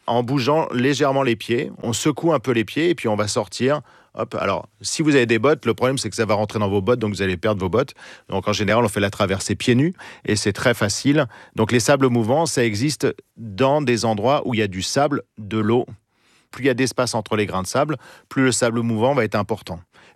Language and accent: French; Normandy, France; Oui, parce que je suis normand et que le plus bel endroit pour voir des sables mouvants, ça s'appelle la baie du Mont-Saint-Michel.